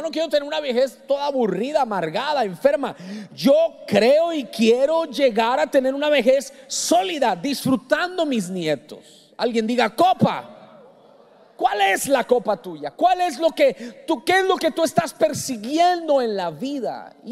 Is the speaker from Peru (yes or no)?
no; Colombia; Yo soy colombiano y a los de Colombia nos dijeron